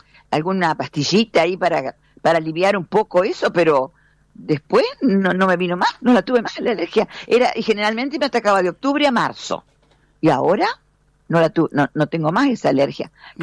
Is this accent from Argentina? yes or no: no; Carmelo, Colonia, Uruguay; somos cuatro de Carmelo.